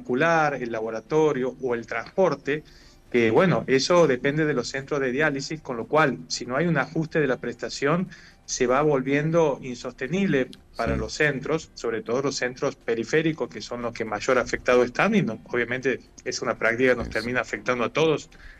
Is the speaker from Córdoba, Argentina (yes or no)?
no; Santiago del Estero, Argentina; ustedes son del interior, yo soy de Santiago del Estero, que están en las provincias o en el interior de las provincias